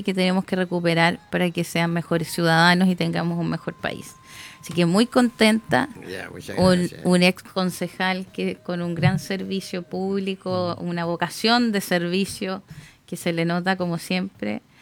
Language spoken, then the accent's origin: Spanish; Los Lagos, Chile; de mi tierra querida, la región de Los Lagos.